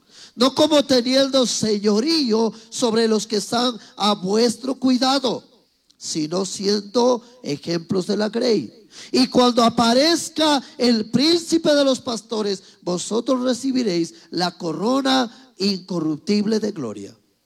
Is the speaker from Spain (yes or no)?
no; Colta, Chimborazo, Ecuador; now in Cuenca, Ecuador; Mucha gente piensa que soy cuencano. No soy cuencano. Soy de la provincia del Chimborazo, Cantón Colta, parroquia Santiago de Quito. Desde allá residimos en la ciudad de Cuenca con mi amada esposa, mis cuatro hijos